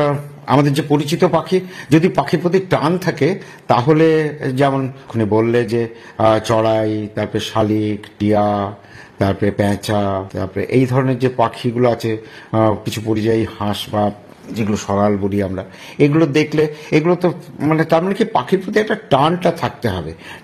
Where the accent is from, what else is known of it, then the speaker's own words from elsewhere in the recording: West Bengal, India; also born or lived in Kolkata; now in Santiniketan, India; আমার ছোটবেলাটা কেটেছে শহরে নয়, গ্রামে, বসিরহাটে ওদিকের একটা গ্রামে আমাদের গ্রামের বাড়ি ছিল। সেখান থেকে পরে কিছুদিনের জন্য শহরে এসেছিলাম, কলকাতায় ছিলাম, তারপরে তো আবার শান্তিনিকেতনে আসি। শান্তিনিকেতনটাকে গ্রাম বলা যায় না, আবার শহরও বলা যায়